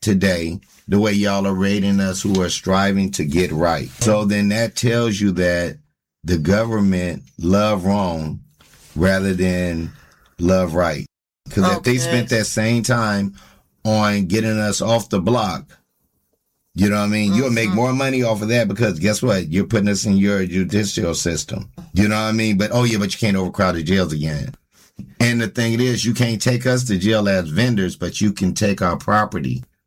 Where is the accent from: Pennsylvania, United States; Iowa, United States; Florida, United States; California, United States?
California, United States; San Francisco; I'm born and raised in San Francisco, Hunters Point.